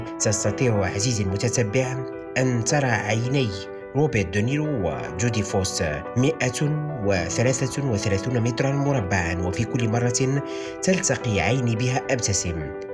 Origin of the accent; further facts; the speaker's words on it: Sefrou, Fès-Meknès, Morocco; بلدتي صفر التي كبرت فيها